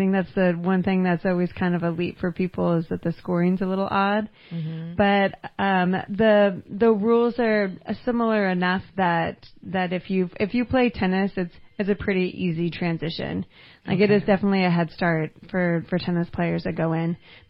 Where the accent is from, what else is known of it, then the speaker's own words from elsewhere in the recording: Reading, Pennsylvania, United States; also born or lived in San Francisco; I'm originally from Reading, moved here in 2021